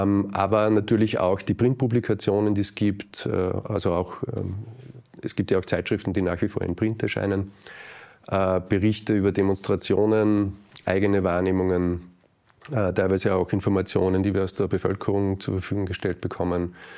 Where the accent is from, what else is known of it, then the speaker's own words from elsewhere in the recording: Salzburg, Austria; Ich bin im Lunga aufgewachsen, in einem Lehrerinnenhaushalt, wo Zeitgeschichte ein sehr präsentes Feld war